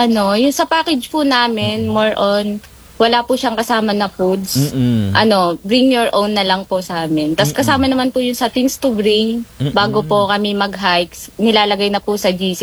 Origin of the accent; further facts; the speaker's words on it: Tanay, Rizal, Philippines; Dito po sa amin sa Tanay Rizal, pinagmamalaki po namin dito sa pinakang barangay ko po, Mount Daraitan, plus Tinipak River.